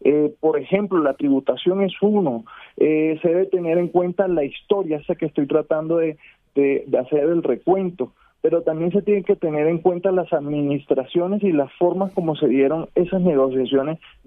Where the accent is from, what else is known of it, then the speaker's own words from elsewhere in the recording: Puerto Colombia, Atlántico, Colombia; yo soy porteño